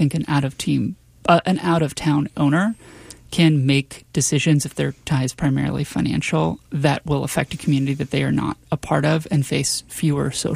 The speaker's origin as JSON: {"language": "English", "region": "Texas", "country": "United States", "said": "I've been there many times, and I'm from Texas, so I'm sorry for those folks too."}